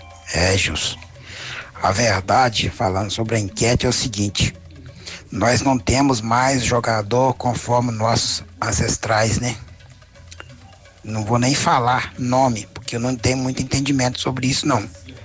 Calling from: Brazil; do bairro São Joaquim.

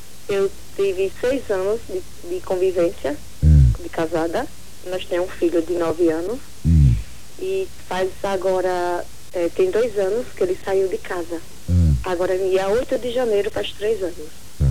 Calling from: Itabaianinha, Sergipe, Brazil; Sou da cidade de Itabaianinha, Sergipe.

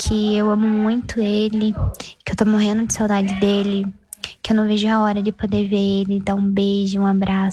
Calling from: Ventania, Paraná, Brazil; Eu sou aqui da Ventania

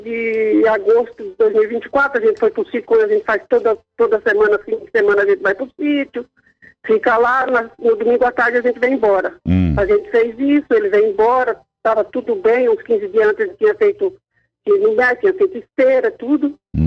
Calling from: Álvares Machado, São Paulo, Brazil; De Álvares Machado.

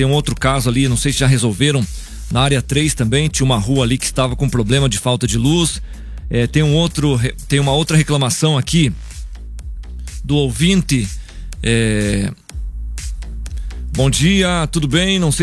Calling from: Lajado Bonito, Paraná, Brazil; eu sou aqui do Lajado Bonito.

